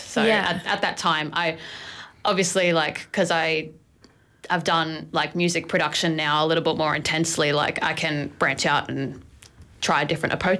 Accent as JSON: {"language": "English", "town": "Blacktown", "region": "New South Wales", "country": "Australia", "tie": "born or raised there", "said": "born and raised in Blacktown."}